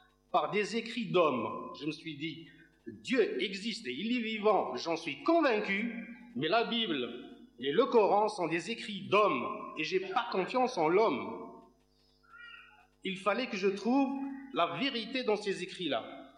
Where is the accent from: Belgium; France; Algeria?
Algeria; born there